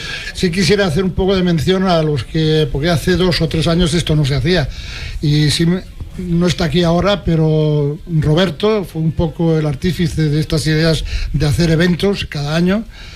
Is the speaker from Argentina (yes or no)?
no; Canalejas, Castile and León, Spain; now in Gomecello, Spain; después de tantos años he logrado encajar aquí, no sé, me gusta el pueblo, yo soy de Canalejas, de Salamanca, pero he encajado aquí en este pueblo